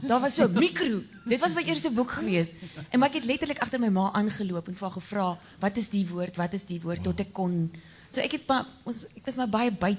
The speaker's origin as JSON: {"language": "Afrikaans", "country": "Namibia", "tie": "born or raised there", "also_born_or_lived": "Namaqualand / Stellenbosch", "said": "Ek het groot geword in Namibië en Namakwaland, alhoewel ek hier gebore is in Stellenbosch."}